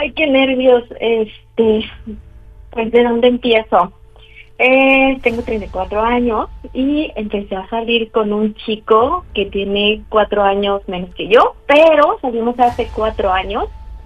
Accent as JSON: {"language": "Spanish", "town": "Cuautla", "region": "Morelos", "country": "Mexico", "said": "Tengo 34 años y soy de Cuautla, Morelos."}